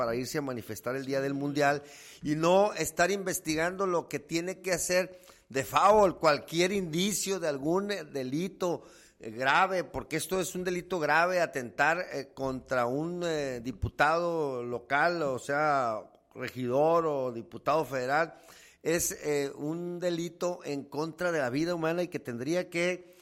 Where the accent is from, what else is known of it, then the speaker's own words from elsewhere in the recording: Mexico; somos mexicanos